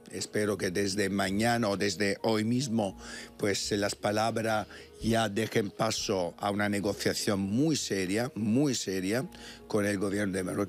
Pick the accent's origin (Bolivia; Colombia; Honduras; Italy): Italy; moved away; lo digo como italiano